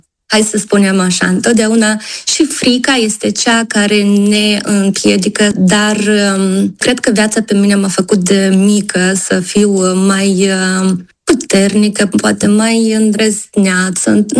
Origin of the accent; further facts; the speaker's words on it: Moldova; now in United States; oricum avem un gol care l-am lăsat de când am plecat din Republica Moldova.